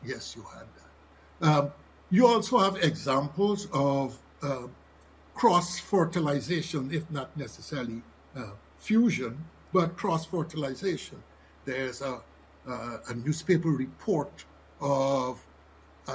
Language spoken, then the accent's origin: English; Guyana